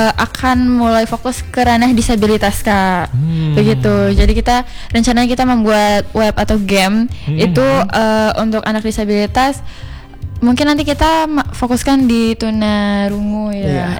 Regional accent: Riau Islands, Indonesia; kita sebagai anak Kepulauan Riau untuk menggunakan bahasa Melayu sebagai identitas kita anak Kepulauan Riau.

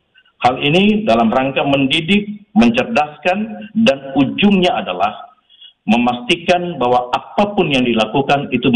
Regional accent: Kaimana, West Papua, Indonesia; Saya mengambil contoh misalnya di kampung saya di Kaimana sana, di Papua Barat.

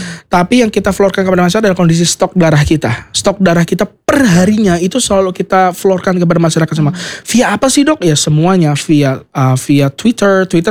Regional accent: Banyumas, Central Java, Indonesia; walaupun saya tidak lahir di Banyumas, tapi saya besar di Banyumas dan saya bangga jadi orang Banyumas.

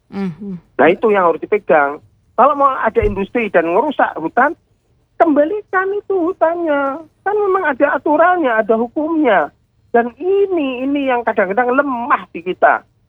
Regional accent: Central Java, Indonesia; tanah kita Jawa Tengah ini ya

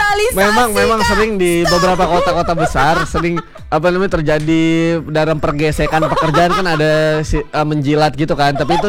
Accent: France; now in Indonesia; Iya, tapi aku gede di Prancis. Dia di Indonesia, jauh.

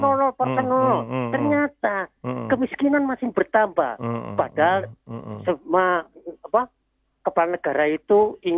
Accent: Indonesia; Kalau saya ini lahir di Indonesia, besar di Indonesia, insya Allah mati pun di Indonesia.

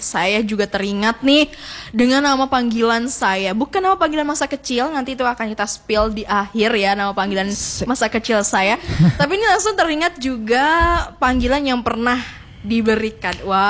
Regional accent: Polewali Mandar, West Sulawesi, Indonesia; Saya orang Polman, saya bangga.

